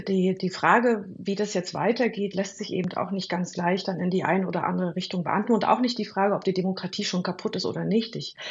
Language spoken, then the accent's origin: German; Germany; als Deutsche und deutsche Historikerin